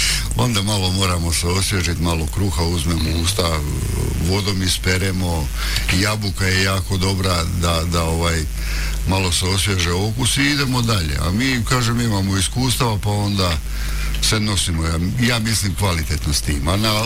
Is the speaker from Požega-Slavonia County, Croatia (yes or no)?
yes; Požega-Slavonia County, Croatia